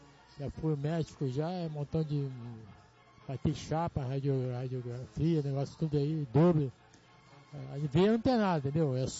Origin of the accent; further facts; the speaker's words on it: Niterói, Rio de Janeiro, Brazil; eu venho do Caramur, Niterói.